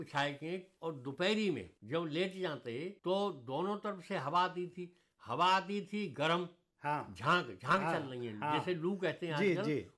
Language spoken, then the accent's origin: Hindi; Uttar Pradesh, India; born or raised there